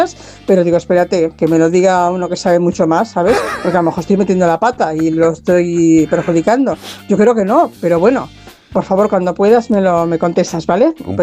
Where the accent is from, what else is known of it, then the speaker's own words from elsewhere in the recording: Cornellà de Llobregat, Catalonia, Spain; aquí de Cornellá.